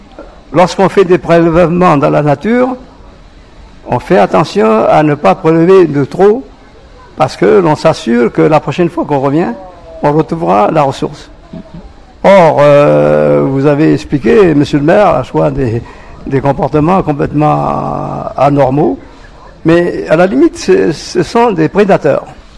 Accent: New Caledonia; chez nous, à Mouloupari

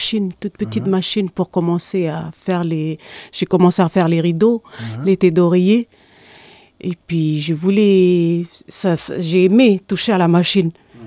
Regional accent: Ouvéa, Loyalty Islands Province, New Caledonia; now in Ponérihouen, New Caledonia; Je suis originaire d'Ouvéa. Je suis mariée sur Ponéry.

